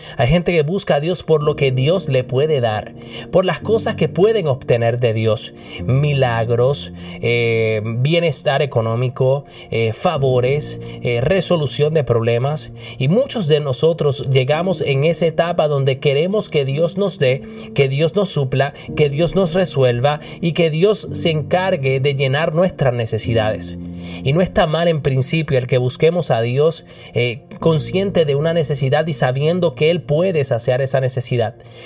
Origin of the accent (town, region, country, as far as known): Puerto Rico; now in Minnesota, United States